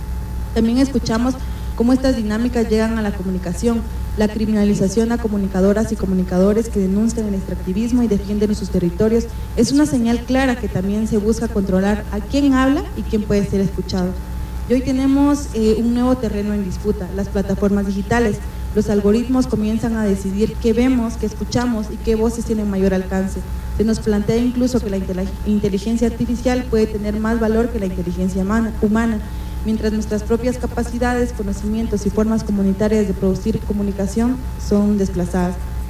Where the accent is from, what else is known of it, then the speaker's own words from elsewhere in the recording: Guatemala; en el caso de las compañeras que somos de Guatemala